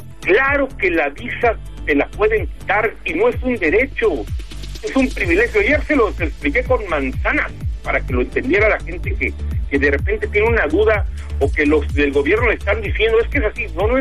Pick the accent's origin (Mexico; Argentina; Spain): Mexico; Como mexicanos, obtener un pasaporte.